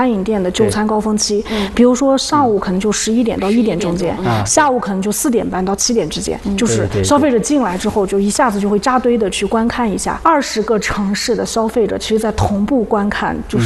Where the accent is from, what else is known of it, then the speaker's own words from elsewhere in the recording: Qinghai, China; 世界上的第一碗面来自我的家乡青海